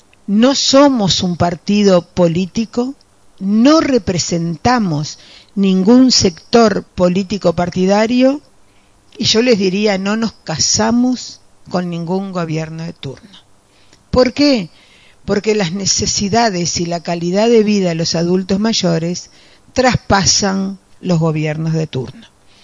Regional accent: Montevideo, Uruguay; born there; soy hija de un obrero, de un trabajador, que se vino del departamento 33 con un par de zapatillas abajo de su brazo, porque mi abuelo había fallecido y bueno, tuvieron que venirse a Montevideo a trabajar.

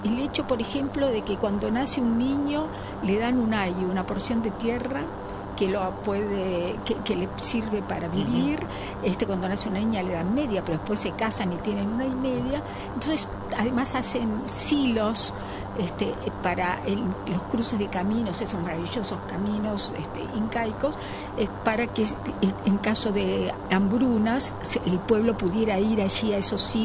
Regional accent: Uruguay; nosotros siempre decimos que somos orientales, no que somos uruguayos.

